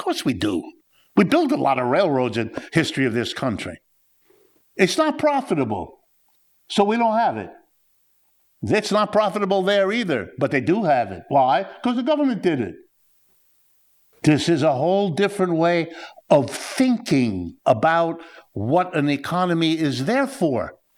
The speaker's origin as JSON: {"language": "English", "country": "United States", "said": "I'm an American."}